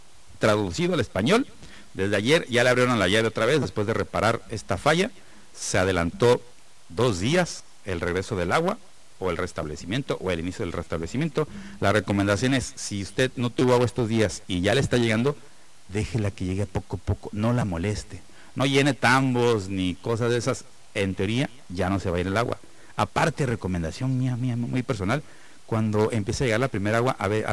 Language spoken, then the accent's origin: Spanish; Tijuana, Baja California, Mexico; cómo somos realmente los tijuanenses. Somos gente de bien, somos gente amable, y recibimos a todos los que vienen con buenas intenciones